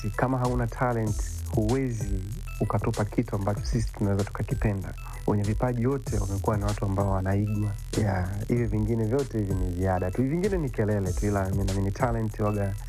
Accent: Tabora, Tanzania; mimi natokea Tabora na natokea Misole kabisa, kijijini nyumbani kabisa Bush.

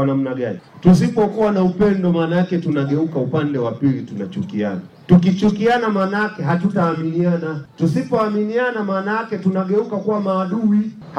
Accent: Tanzania; Na sisi ni Watanzania.

